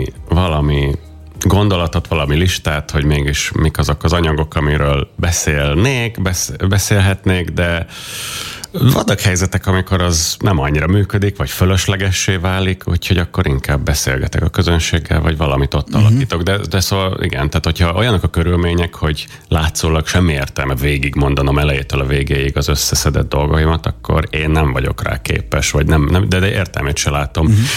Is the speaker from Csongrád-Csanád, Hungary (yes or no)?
no; Budapest, Hungary; édesapám szíriai, de igazából ez nem annyira van bennem. Szóval én itt Budapesten születtem, nőttem föl, és nem beszélek arabul